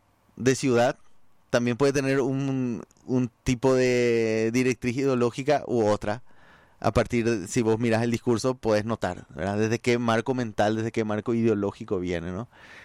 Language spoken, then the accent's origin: Spanish; Paraguay